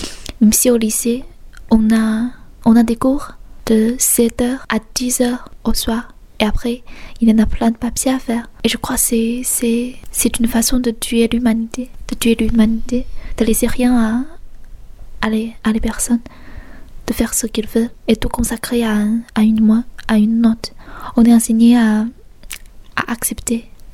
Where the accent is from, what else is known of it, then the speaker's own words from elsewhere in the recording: China; moved away as an adult; Je suis une étudiante chinoise qui vient ici pour faire mes études en littérature.